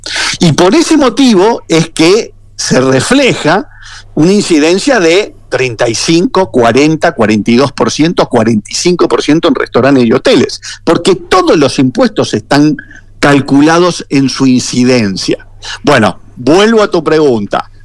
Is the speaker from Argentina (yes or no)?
yes; Argentina; Los únicos que lo aplicamos somos los argentinos